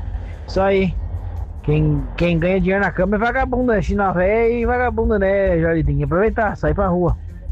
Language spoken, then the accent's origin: Portuguese; Formigueiro, Rio Grande do Sul, Brazil; now in Agudo, Brazil; Um formigueiro nato aqui com minhas raízes lá no fundo do formigueiro, lá na Terra Fofa. E já enraizado em Agudo, domiciliado em Agudo